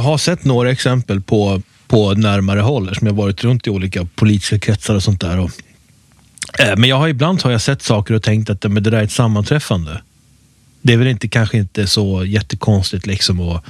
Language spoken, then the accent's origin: Swedish; Uppsala, Uppsala County, Sweden; Jag lärde känna ganska många sådana eftersom jag är född och uppvuxen i Uppsala och tolkarna utbildas i Uppsala.